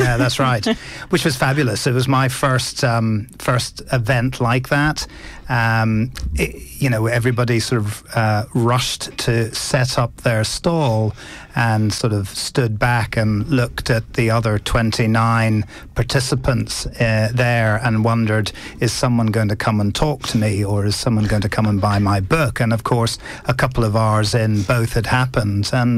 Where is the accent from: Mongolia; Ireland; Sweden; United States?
Ireland; I think I'm from Ireland